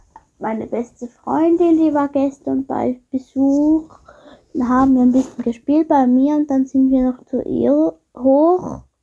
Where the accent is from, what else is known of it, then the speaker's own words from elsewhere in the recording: Rebstein, St. Gallen, Switzerland; ich komme aus der Schweiz. Ich komme dort aus Rebstein aus der Schweiz. Ich bin 9 Jahre alt